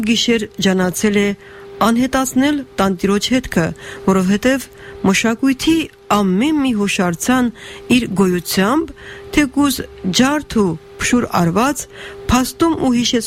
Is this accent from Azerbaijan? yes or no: no; Armenia; ասացինք. «Մենք Հայաստանից ենք, գիտենք, որ հայկական եկեղեցի է եղել այստեղ